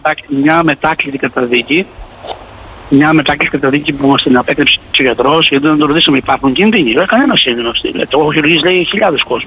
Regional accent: Katouna, Western Greece, Greece; born there; now in Thessaloniki, Greece; να ακουστώ και στην πατρίδα μου, την Λοκαρνανία.

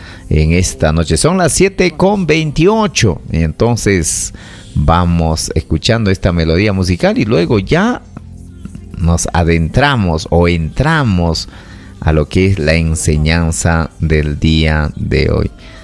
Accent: Huamanga, Ayacucho, Peru; mi tierra, digo, Huamanga, ¿no?

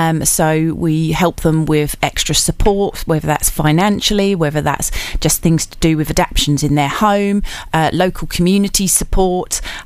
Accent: Braintree, East of England, United Kingdom; now in Chelmsford, United Kingdom; So I was born and bred in Braintree for all my sins, and then moved over into Chelmsford.

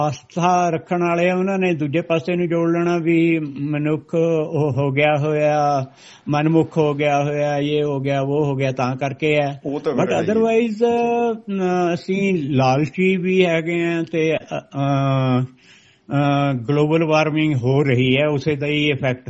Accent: Punjab, India; 1988 ਚ ਫਲੱਡ ਆਏ ਸੀਗੇ ਤੇ ਸਾਡੇ ਪਿੰਡ ਦੇ ਕੋਲੋਂ ਰੋਪੜ ਦੇ ਨੇੜੇ ਬੁਧਕੀ ਨਦੀ ਨਿਕਲਦੀ ਹੈ, ਉਹ ਸਾਰੀ ਟੁੱਟ ਕੇ ਸਾਡੇ ਪਿੰਡ ਵੱਲ ਨੂੰ ਆ ਗਈ

